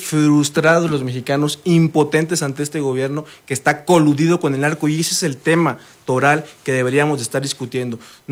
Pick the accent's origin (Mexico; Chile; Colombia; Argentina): Mexico; somos los mexicanos el país en donde la principal causa de muerte en jóvenes es el asesinato